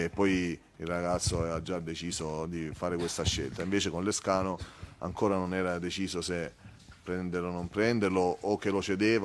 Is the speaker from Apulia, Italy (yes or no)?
yes; Lecce, Apulia, Italy; Io sono di Lecce